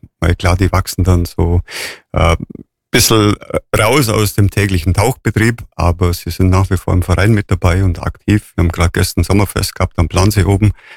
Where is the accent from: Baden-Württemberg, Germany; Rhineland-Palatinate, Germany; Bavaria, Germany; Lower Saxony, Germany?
Bavaria, Germany; Durach; Ja, ich komme aus Durach und da haben wir den Öschlesee nebendran